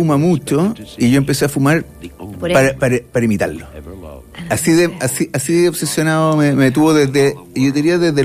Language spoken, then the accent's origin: Spanish; Santiago, Santiago Metropolitan Region, Chile; yo soy santiaguino 100% y de la Católica.